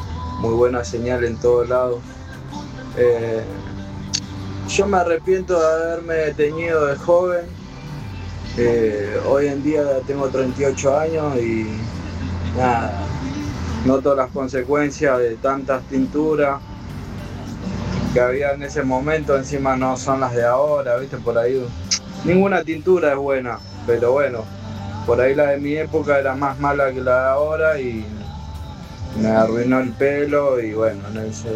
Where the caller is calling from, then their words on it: Ituzaingó, Argentina; de Ituzaingó.